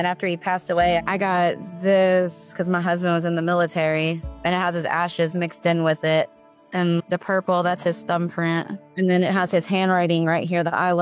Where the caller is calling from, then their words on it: Kentucky, United States; From Kentucky.